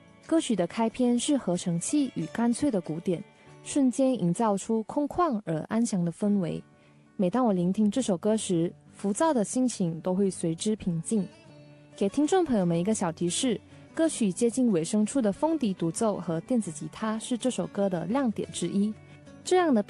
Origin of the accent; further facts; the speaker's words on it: Malaysia; Chinese is a second language; 大家好，